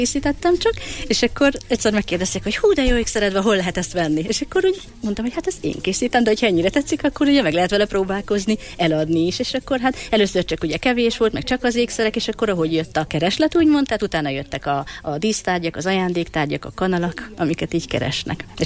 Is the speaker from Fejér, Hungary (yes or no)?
no; Budapest, Hungary; now in Cserépfalu, Hungary; hát én pesti vagyok eredetileg, úgyhogy nagy változás volt ahhoz képest.